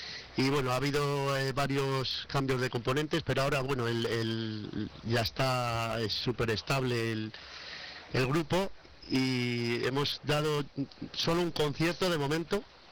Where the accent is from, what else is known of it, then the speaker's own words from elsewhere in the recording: Vallelado, Castile and León, Spain; moved away as an adult; now in Cuéllar, Spain; Ya sí, me considero cuellarano y de Vallelado, por supuesto, que es mi pueblo natal.